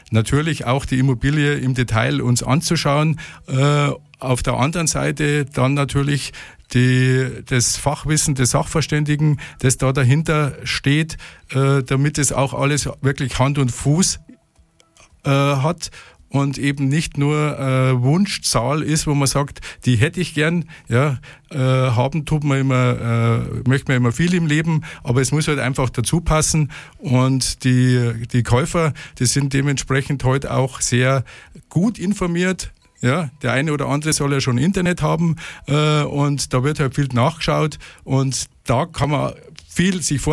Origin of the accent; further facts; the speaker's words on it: Bad Tölz, Bavaria, Germany; moved away as an adult; now in Holzkirchen, Germany; Und bin in Tölz aufgewachsen und zur Schule gegangen und Anfang meiner 20 Jahre hat mich dann die Liebe nach Holzkirchen verschlagen, aber kenne Tölz natürlich aus meiner Westentasche